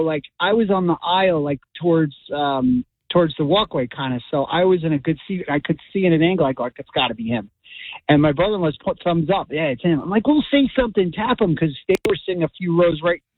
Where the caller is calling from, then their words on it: New Jersey, United States; I'm from Jersey.